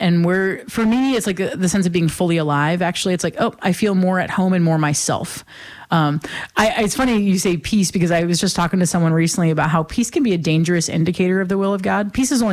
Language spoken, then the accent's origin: English; Pawtucket, Rhode Island, United States; I grew up in Rhode Island, Pawtucket, Rhode Island, home of the, well, former home of the Pawtucket Red Sox.